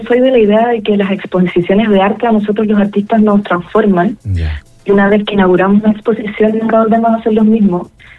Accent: Santiago, Santiago Metropolitan Region, Chile; no somos de los vilos, somos de Santiago.

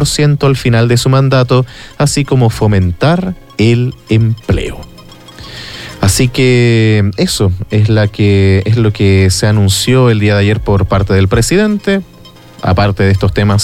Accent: Chile; Nuestro país es sísmico

